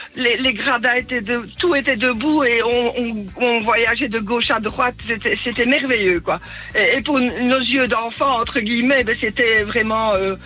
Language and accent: French; Liège, Wallonia, Belgium; De Liège. À Liège. Vous l'entendrez à mon accent.